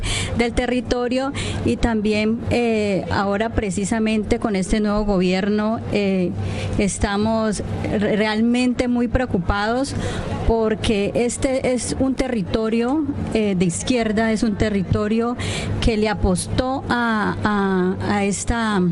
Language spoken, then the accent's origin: Spanish; Cauca, Colombia; moved away as an adult; now in Asturias, Spain; yo vengo del norte del Cauca, es un territorio muy estigmatizado por la violencia